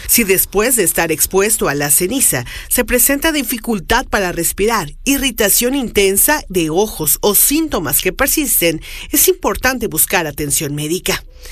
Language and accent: Spanish; Mexico; nos compete a todos como mexicanos